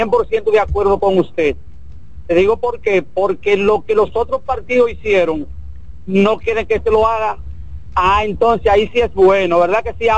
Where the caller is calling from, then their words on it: Dominican Republic; Me da pena en verdad y vergüenza decir que soy dominicano.